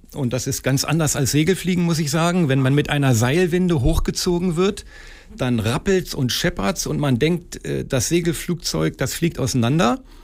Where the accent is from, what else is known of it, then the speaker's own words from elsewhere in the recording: Hamelin, Lower Saxony, Germany; ich bin in Hameln geboren, auch in Hameln groß geworden. Ich habe die Stadt lieben gelernt